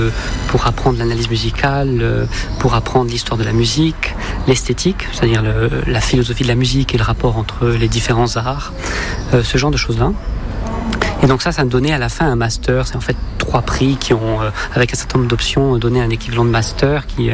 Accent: Rusio, Corsica, France; on vient de Rousiou, donc il y a aussi beaucoup de chanteurs là-bas. Donc j'ai aussi grandi en écoutant un petit peu tout ça

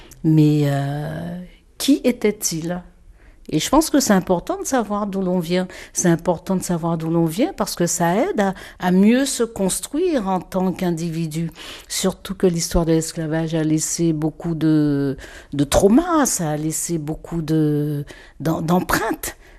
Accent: Guadeloupe; moved away; j'ai grandi en Guadeloupe, ma vie a commencé en Guadeloupe, mais j'ai eu des ancêtres. Donc d'où ils viennent, on sait que le point de départ c'est l'Afrique

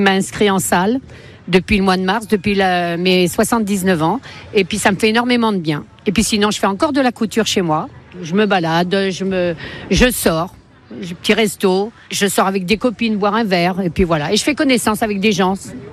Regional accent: Nantes, Pays de la Loire, France; born there; now in Marseille, France; je suis nantaise, je suis née à Nantes en 47, hein, fière de mon âge

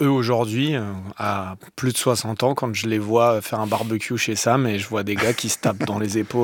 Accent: France; en tant que Français, j'avais peur de me faire écraser à Hollywood.

